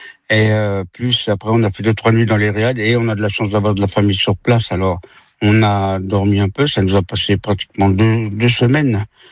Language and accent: French; Amboise, Centre-Val de Loire, France; Bonjour Ici Touraine … je suis d'Amboise.